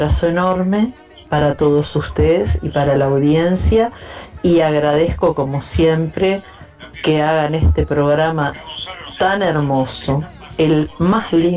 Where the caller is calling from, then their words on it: San José de Mayo, San José, Uruguay; desde San José de Mayo, Uruguay.